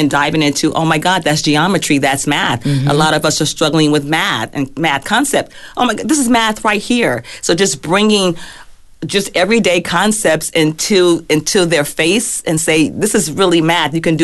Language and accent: English; Compton, California, United States; So growing up in Compton, created those spaces.